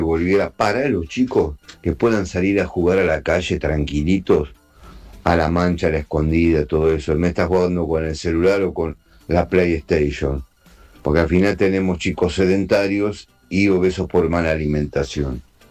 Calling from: Ituzaingó, Buenos Aires Province, Argentina; de Ituzaingó. Justo ayer cumplí 64.

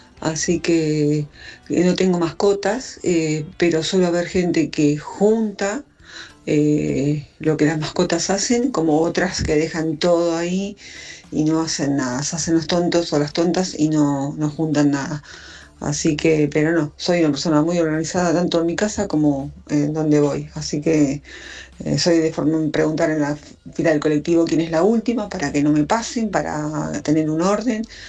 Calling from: Martín Coronado, Buenos Aires Province, Argentina; de Martín Coronado

